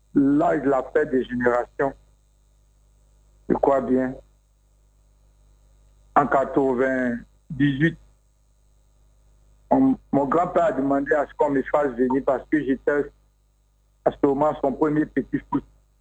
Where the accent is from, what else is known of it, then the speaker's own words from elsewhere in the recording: Bouaké, Vallée du Bandama, Côte d’Ivoire; moved away; je suis né à Boaké, j'ai grandi à Boaké à la maternité dans un store, camp commando là. Mmh. Et j'ai passé tout mon enfance à Boaké